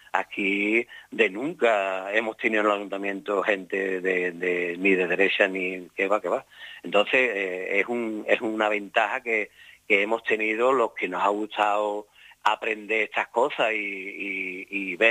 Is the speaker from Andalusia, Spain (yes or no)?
yes; Dos Hermanas, Andalusia, Spain; Yo me acuerdo en mi pueblo que estaban los alcaldes franquistas.